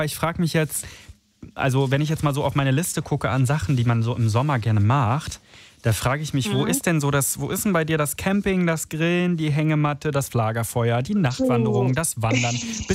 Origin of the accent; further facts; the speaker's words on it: Italy; ich bin tatsächlich, ich komme aus Italien und ich war auch schon ewig nicht mehr dort.